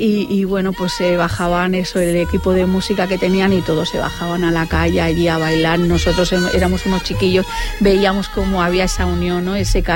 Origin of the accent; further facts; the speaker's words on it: Barcelona, Catalonia, Spain; Yo he nacido en el barrio, Mónica. He nacido, yo creo que... Bueno, nací en el Valle Brón, pero soy del barrio de toda la vida, además. Amo el barrio como tal. No me he querido mover